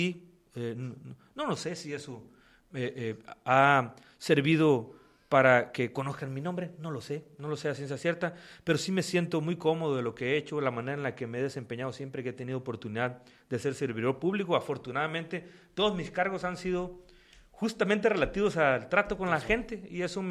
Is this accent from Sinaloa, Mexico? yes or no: yes; La Reforma, Sinaloa, Mexico; moved away as an adult; now in Culiacán, Mexico; yo estoy muy orgulloso de haber nacido y crecido en la Reforma. Y ahí viví hasta mis 18 años, que fue cuando terminé la prepa. Ya luego me mudé a Culiacán, ahí me puse a estudiar, ahí vinieron luego mis hijas, ya me quedé en Culiacán.